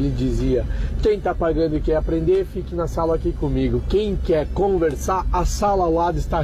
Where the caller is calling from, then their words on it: Farroupilha, Rio Grande do Sul, Brazil; de Farroupilha.